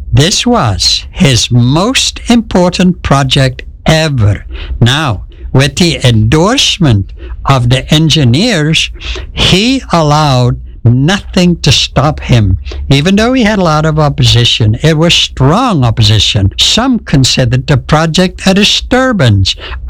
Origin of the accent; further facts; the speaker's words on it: England, United Kingdom; now in Australia; We came from England and sailed through the Mediterranean to Port Said on our way to Australia.